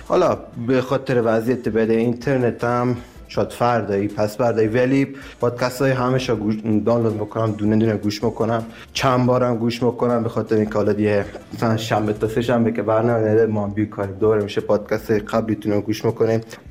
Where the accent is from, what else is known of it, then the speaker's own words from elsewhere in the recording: Iran; از ایران هستم